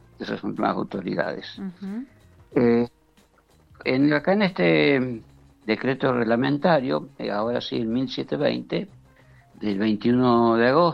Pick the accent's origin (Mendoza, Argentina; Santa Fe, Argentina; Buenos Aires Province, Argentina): Mendoza, Argentina; Godoy Cruz; como yo soy de Godoy Cruz